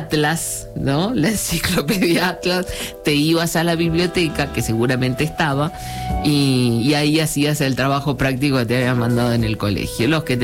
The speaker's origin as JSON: {"language": "Spanish", "region": "Buenos Aires", "country": "Argentina", "tie": "born or raised there", "said": "yo me crié en Capital Federal, en todos los barrios había una biblioteca, ¿no?"}